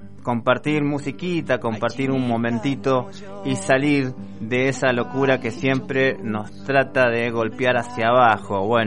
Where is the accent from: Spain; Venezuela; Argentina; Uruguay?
Argentina; Buenos Aires; moved away; allí en mi tierra, en Buenos Aires